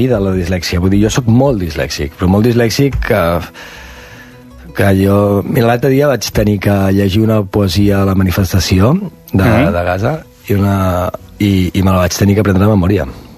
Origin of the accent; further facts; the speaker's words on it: Verges, Catalonia, Spain; Jo vaig viure a Verges, vaig créixer a Verges. La meva família de l'Empordà és de Verges. Som fills de Verges, de tota la vida.